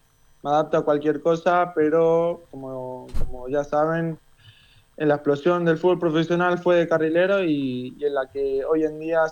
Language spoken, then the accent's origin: Spanish; Torrevieja, Valencian Community, Spain; Y nada, y me crié acá en Torrevieja.